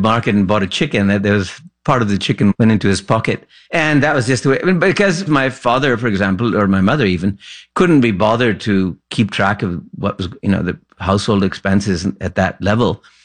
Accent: Lahore, Punjab, Pakistan; I was brought up in Lahore

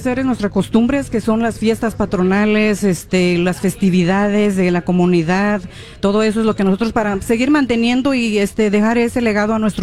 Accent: San Miguel Aguacates, Mexico; Yo estoy muy orgullosa de mi pueblo San Miguel Aguacates y de mi cultura, y sigo hablando el idioma dialecto también.

